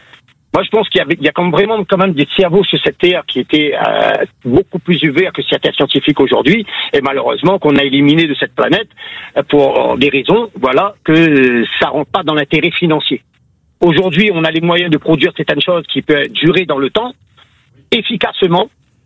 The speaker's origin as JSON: {"language": "French", "region": "Réunion", "country": "France", "lives_now": "Canet-en-Roussillon, France", "said": "Moi, je viens de la Réunion. Ça fait pas longtemps que je suis ici. Je suis sur Canet en Roussillon."}